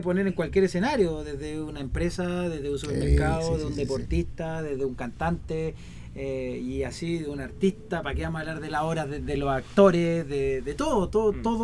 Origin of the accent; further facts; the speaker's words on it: Coyhaique, Aysén, Chile; moved away; desde el primer momento que salí desde Coyhaique